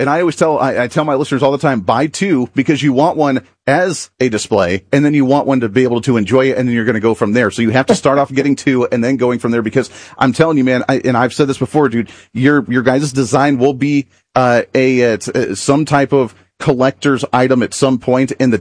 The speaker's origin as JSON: {"language": "English", "country": "United States"}